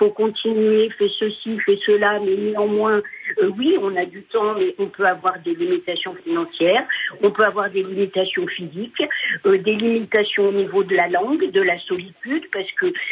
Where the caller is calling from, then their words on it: Fresnes, Île-de-France, France; j'appelle de Fresnes.